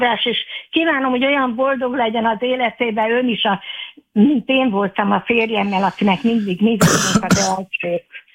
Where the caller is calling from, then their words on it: Hungary; hogy igen, hogy magyar vagyok